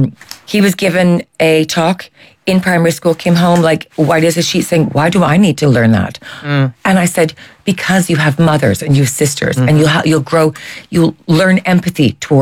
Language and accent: English; Canada; now in Ireland; I'm obviously not Irish, I'm Canadian, but moving over here